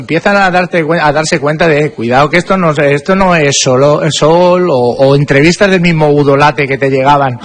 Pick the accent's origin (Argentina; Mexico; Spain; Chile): Spain; A Coruña, Galicia; yo vengo de Coruña y el sol no lo he visto ni en pintura